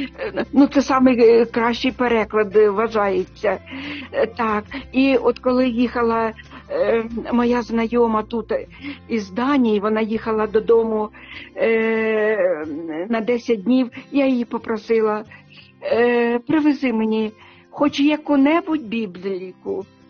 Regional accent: Sumy, Sumy Oblast, Ukraine; moved away as an adult; наше рідне місто Суми

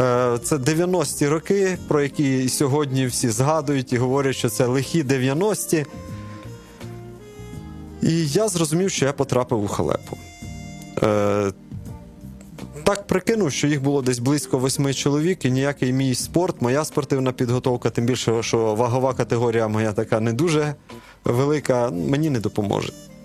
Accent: Kyiv Oblast, Ukraine; Народився я на Київщині. В нас було велике підприємство в селі, і тому розвинута інфраструктура, музична школа, спортивна школа, багато різних гуртків

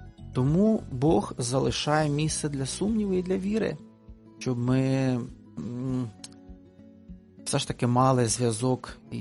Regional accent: Bila Tserkva, Kyiv Oblast, Ukraine; Білі церкви. Я з Білої церкви.

